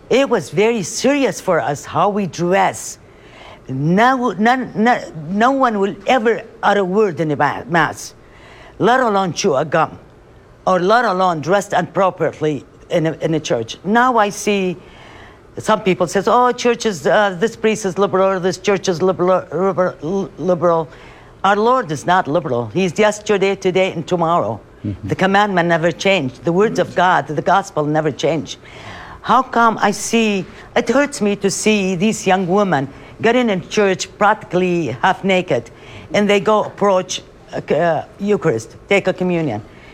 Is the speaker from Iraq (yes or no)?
yes; Alqosh, Nineveh, Iraq; moved away; I am from originally from Al-Kosh, Iraq, from 20 miles north of Nineveh.